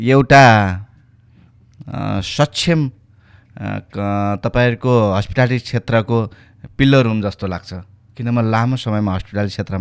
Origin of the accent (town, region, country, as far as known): Pyuthan, Lumbini Province, Nepal; born or raised there; moved away as an adult; now in Nepalgunj, Nepal